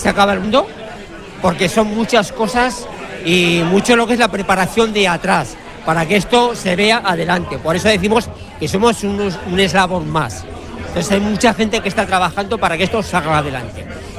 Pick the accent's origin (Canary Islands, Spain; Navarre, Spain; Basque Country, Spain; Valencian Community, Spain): Navarre, Spain; Tudela; born or raised there